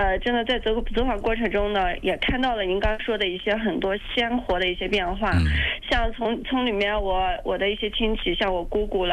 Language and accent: Chinese; Ningxia, China; 因为我是土生土长的西海固南部山区人，所以说当时就是我在我的印象中，因为我是80后